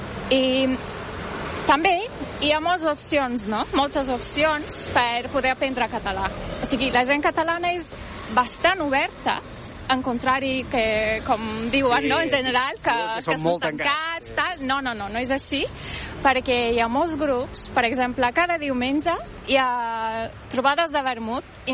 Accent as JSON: {"language": "Catalan", "country": "Turkey", "also_born_or_lived": "Madrid", "second_language": "Catalan", "moved": "as an adult", "lives_now": "Catalonia, Spain", "said": "I jo, com a estrangera, doncs em sento molt bé, molt acollida entre els catalans. I no tinc un grup de turcs, per exemple. Jo em moc bastant entre catalans, perquè, clar, he vingut aquí per parlar català i viure a Catalunya així, no?"}